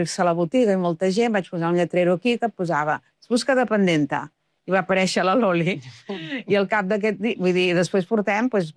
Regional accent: Sabadell, Catalonia, Spain; perquè sóc de Sabadell, una amiga que vivia a Sant Cugat

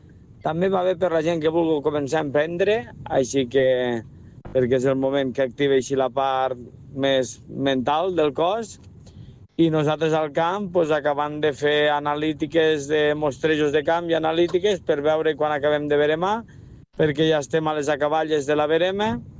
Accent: Almenar, Catalonia, Spain; de la festa major d'Almenar, que és el poble més bonic o dels més bonics del Segrià, diria jo, que sóc d'Almenar

